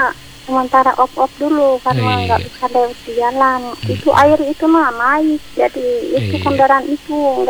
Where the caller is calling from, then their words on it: West Sulawesi, Indonesia; Oh, kalau di sini musim hujan ya. Ada banjir di depan kantor Bupati Polman.